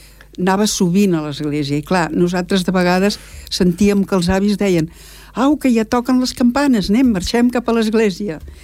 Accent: Esplugues de Llobregat, Catalonia, Spain; vaig néixer al carrer Montserrat.

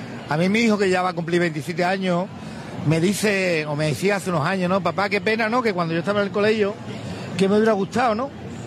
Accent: La Línea de la Concepción, Andalusia, Spain; me gustaría felicitar al pueblo, a mi pueblo, pueblo de la línea.

